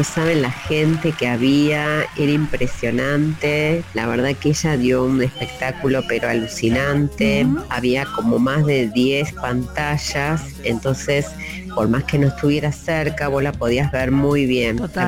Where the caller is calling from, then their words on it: Villa Luzuriaga, Buenos Aires Province, Argentina; soy de Villa Luzuriaga.